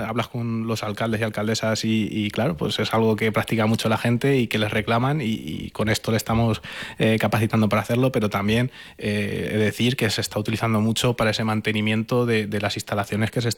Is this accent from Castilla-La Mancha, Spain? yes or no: yes; Castilla-La Mancha, Spain; Yo soy manchego